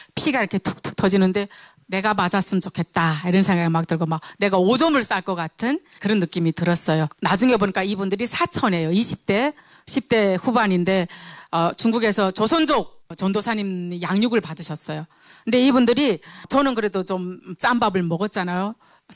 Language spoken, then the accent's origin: Korean; North Korea; Korean is a second language; moved away as an adult; also born or lived in China; 내가 북한 사람이란 거 얘기해야 되나 말아야 되나 이런 고민이 있었는데